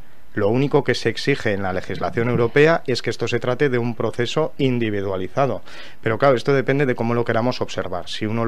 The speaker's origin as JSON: {"language": "Spanish", "country": "Spain", "said": "normalidad en el día a día de los ciudadanos de Ceuta, que eso es lo primero que nos tiene que preocupar como españoles."}